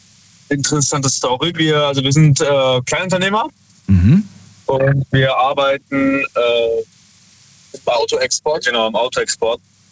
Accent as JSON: {"language": "German", "town": "Heidelberg", "region": "Baden-Württemberg", "country": "Germany", "said": "Wir sind aus Heidelberg."}